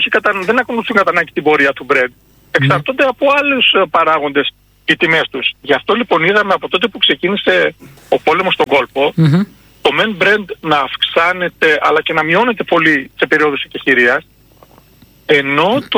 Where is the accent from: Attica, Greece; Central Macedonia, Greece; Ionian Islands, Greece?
Central Macedonia, Greece; Serres; Εγώ είμαι από τις Έρες